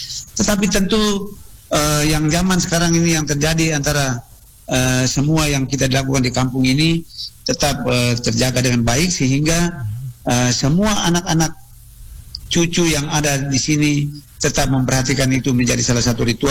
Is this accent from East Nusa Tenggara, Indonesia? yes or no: yes; Lembata, East Nusa Tenggara, Indonesia; di kita di Lamaholot, di Lembata, khususnya di kita di kampung-kampung kami ini